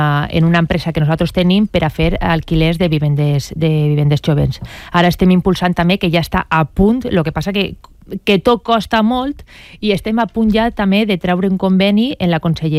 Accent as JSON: {"language": "Catalan", "town": "Meliana", "region": "Valencian Community", "country": "Spain", "tie": "born or raised there", "said": "jo m'he criat en Meliana"}